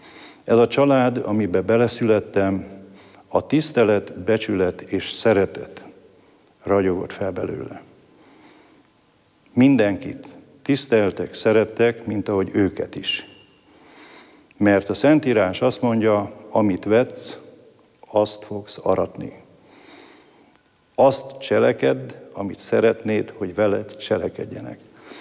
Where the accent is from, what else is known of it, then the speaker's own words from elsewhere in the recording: Csávás, Mureș County, Romania; now in Slovenia; bortermő vidék, maga Küküllő nagyjából 120 km borvidék. Onnan származom, a település neve Csávás. Csávás Erdély közepébe egy szintiszta magyar falu volt.